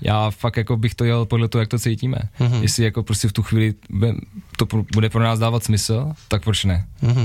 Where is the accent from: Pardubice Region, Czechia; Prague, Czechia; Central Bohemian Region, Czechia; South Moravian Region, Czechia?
Central Bohemian Region, Czechia; Rakovník; Hele, původně jsme z Rakovníka, jakoby největší část, ale pak jsme i rozsetý okolo.